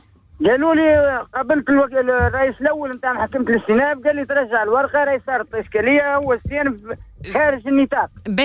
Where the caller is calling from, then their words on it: Gafsa Governorate, Tunisia; أنا نكلم فيك من قفصة، ما خرجت، نكلم فيكم بوعمران.